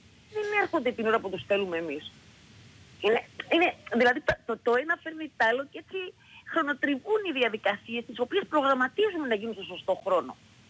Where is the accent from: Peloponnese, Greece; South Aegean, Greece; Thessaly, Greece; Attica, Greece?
South Aegean, Greece; Arkasa; εδώ στο χωριό μου στην Αρκάσα